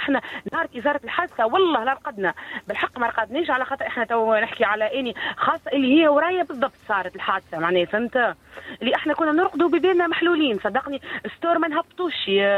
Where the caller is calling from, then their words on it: Tunisia; احنا من اول الدهر احنا نحكيه باسم حومتنا وباسم الحوم اللي في تونس كاملة.